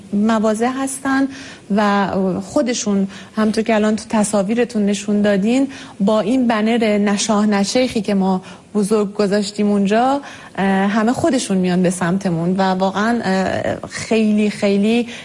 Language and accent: Persian; Iran; خب متوجه میشن ما ایرانی هستیم.